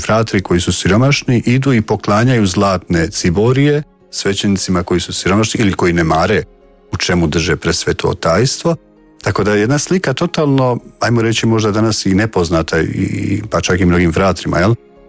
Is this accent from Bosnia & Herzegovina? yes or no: yes; Bosnia & Herzegovina; moved away; dolazim iz Bosne pa sam djelovao u tim nekim župama koje su bile i gdje su katolici bili u manjini, jel?